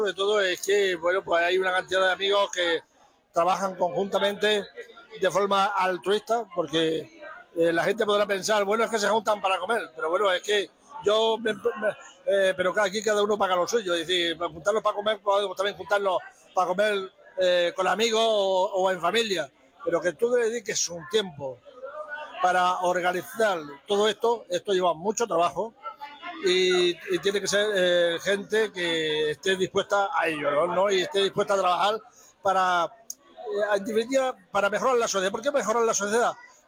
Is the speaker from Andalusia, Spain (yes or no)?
yes; Almería, Andalusia, Spain; moved away; en mi tierra, en Almería, donde yo me he criado.